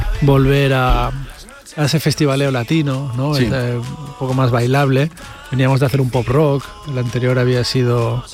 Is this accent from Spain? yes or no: yes; Valencia, Valencian Community, Spain; yo soy de Valencia, porque a mí me gusta ser abanderado de mi tierra.